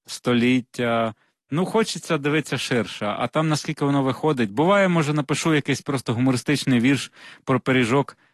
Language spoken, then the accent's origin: Ukrainian; Mykolaiv Oblast, Ukraine; born there; Так як я народився на Миколаївщині, от, і це дуже край пістрявий стосовно різних племен, сарматів, скіфів, готів, гунів, там козаки потім і так далі.